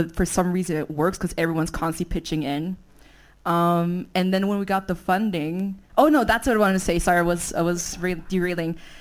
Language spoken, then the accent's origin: English; Vienna, Austria; I'm from Vienna.